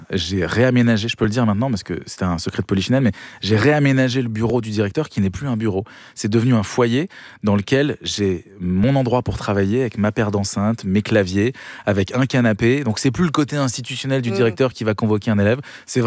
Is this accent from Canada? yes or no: no; German-speaking Switzerland, Switzerland; French is a second language; comme il doit savoir que je suis suisse allemand, il a un problème.